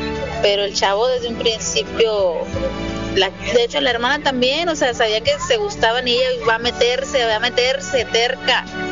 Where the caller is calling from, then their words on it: China, Nuevo León, Mexico; Aquí en China